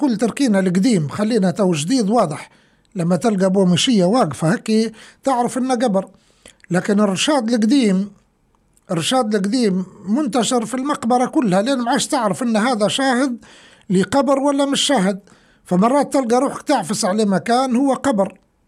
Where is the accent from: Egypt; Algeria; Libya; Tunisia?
Libya; accent: Libyan; سطل البغلي بلهجتنا الليبية يعني دلو من الاسمنت